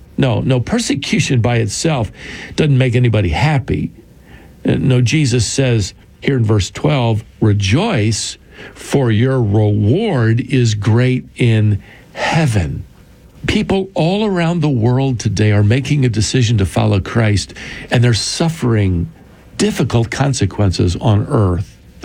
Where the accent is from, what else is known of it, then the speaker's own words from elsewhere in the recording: United States; which frankly, we can't imagine here in my home country of America.